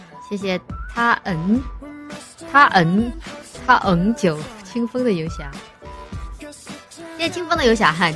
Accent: Guangdong, China; accent: Cantonese-accented (Guangdong); moved away; 因为我是广东人呐、啊，所以我说话有一点点广东腔。

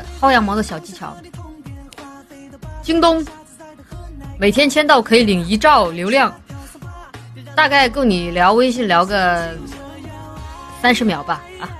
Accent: Guangdong, China; accent: Cantonese; 因为我是广东人呐、啊，所以我说话有一点点广东腔。

